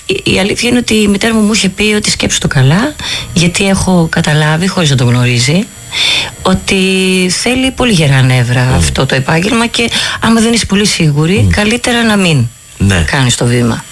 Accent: Agioi Anargyroi, Attica, Greece; also born or lived in Boston, United States; Εγώ μεγάλωσα στους Αγίους Αναργύρους. Ναι. Έχω γεννηθεί εκτός Ελλάδος, έχω γεννηθεί Αμερική.

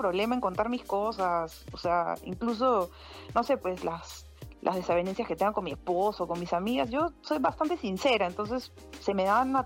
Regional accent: Peru; Y bueno, te hablo como mamá peruana, somos bastante fuertes, pero amorosas, cariñosas, versátiles.

